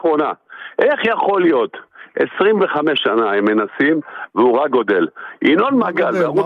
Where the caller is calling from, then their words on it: Tel Aviv, Tel Aviv District, Israel; תל אביב, תל אביב.